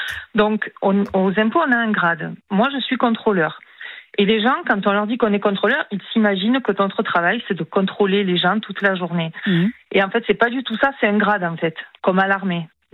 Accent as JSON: {"language": "French", "region": "South", "country": "France", "said": "Oui, mais je suis du Sud."}